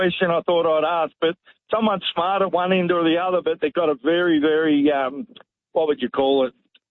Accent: South Gippsland, Victoria, Australia; I was brought up in South Gippsland, but not Leongatha. I've never lived anywhere near there, but now I'm married and a lovely lady got a house down here.

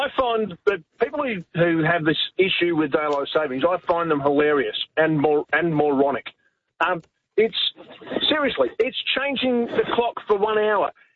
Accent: Western Australia, Australia; moved away; I grew up in Western Australia.

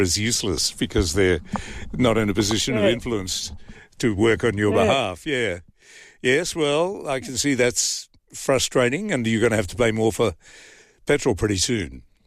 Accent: Australia; Perhaps being an Australian bureaucrat, I'm thinking.

